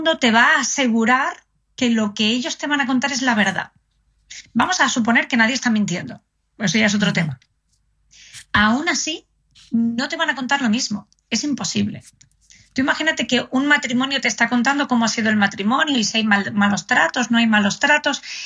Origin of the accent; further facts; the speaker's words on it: Spain; por si no se habían dado cuenta por mi acento antes, pues sí, soy de España.